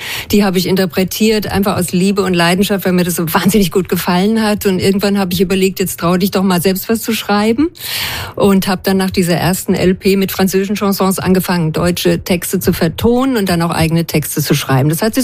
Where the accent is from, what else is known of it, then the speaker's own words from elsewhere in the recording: Mainz, Rhineland-Palatinate, Germany; Ja, wie du, komme ich aus Mainz.